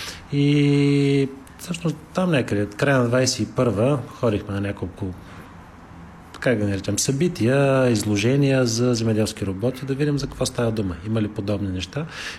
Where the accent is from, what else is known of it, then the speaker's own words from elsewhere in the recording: Gabrovo, Gabrovo Province, Bulgaria; Ние сме от Габрово, между другото, са ученици сме бивши, с Стефан също, да, така се оформи екипа.